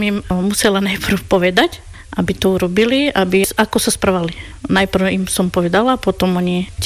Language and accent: Slovak; Vítkovce, Košice Region, Slovakia; Pochádzam z Vitkoviec, mám dva deti, som slobodná mamička a som veľmi rada, že môžem žiť vo Vitkovciach.